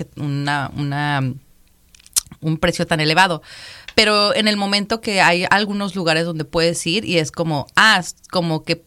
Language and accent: Spanish; Mexico